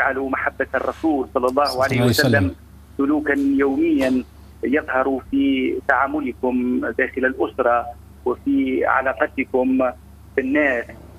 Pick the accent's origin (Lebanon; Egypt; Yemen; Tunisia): Tunisia; بلادنا تونس العزيزة